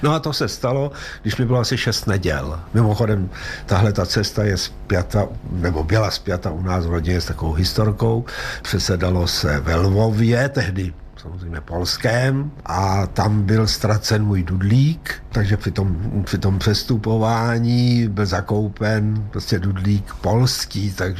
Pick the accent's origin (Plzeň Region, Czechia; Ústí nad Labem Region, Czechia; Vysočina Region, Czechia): Plzeň Region, Czechia; Plzeň; born there; also born or lived in Kharkiv, Ukraine; já jsem se narodil v bývalém Sovětském svazu tedy. Já jsem se narodil v Charkově.